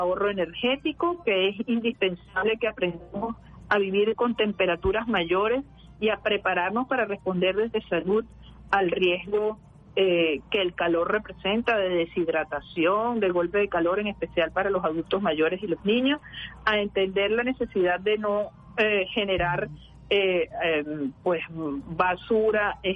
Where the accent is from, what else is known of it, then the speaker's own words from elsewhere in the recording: Venezuela; nosotros como venezolanas y venezolanos